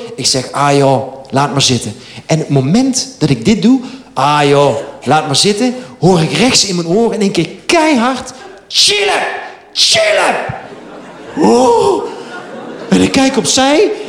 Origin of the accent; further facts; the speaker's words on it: North Brabant, Netherlands; accent: Brabant, soft G; now in Amsterdam, Netherlands; Want ik ben een Brabander in Amsterdam. Als Brabanders praten, met een zachte G.